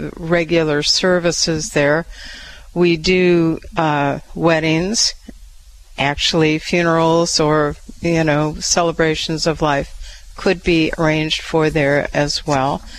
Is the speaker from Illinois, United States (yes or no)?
yes; Chicago, Illinois, United States; moved away as an adult; also born or lived in Elkhart / Springfield; I was born in Chicago.